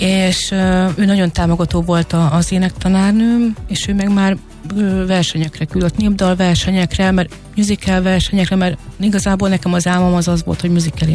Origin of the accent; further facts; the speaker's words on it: Borsod-Abaúj-Zemplén, Hungary; moved away as an adult; Borsodból felkerültem